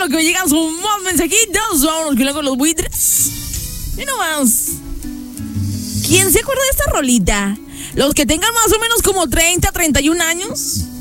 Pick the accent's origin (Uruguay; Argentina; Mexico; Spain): Mexico; Monterrey, Nuevo León; Somos regios, somos norteños, somos de toda la onda.